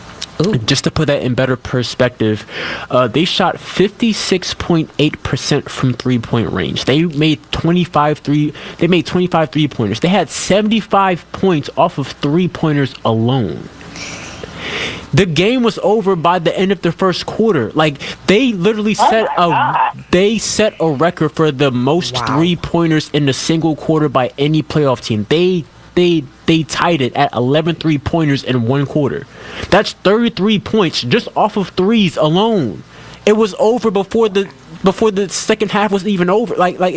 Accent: Philadelphia, Pennsylvania, United States; just as a Philadelphian, just as a person who grew up, born and raised in the city, watching the Sixers

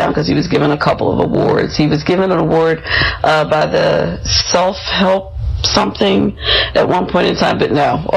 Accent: Philadelphia, Pennsylvania, United States; I grew up in West Philadelphia, in the Copps Creek area, with my parents and my sister.

